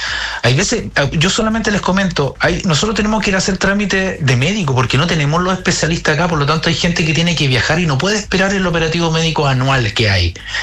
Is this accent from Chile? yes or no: yes; Chile; y nos sintamos orgullosos como chilenos